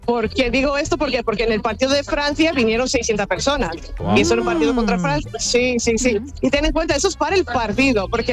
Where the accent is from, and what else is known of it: Spain; moved away